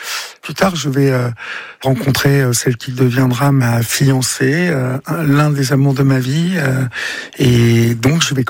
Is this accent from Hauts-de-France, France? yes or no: no; Évreux, Normandy, France; moved away as an adult; c'est que j'ai grandi à Évreux, et Évreux est une ville extrêmement compliqué.